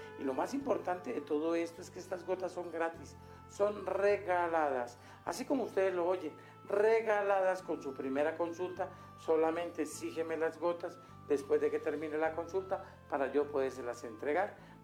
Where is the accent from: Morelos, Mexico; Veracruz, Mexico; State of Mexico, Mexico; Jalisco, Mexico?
Veracruz, Mexico; Catemaco; born there; Nosotros, los que nacimos en Catemaco, Veracruz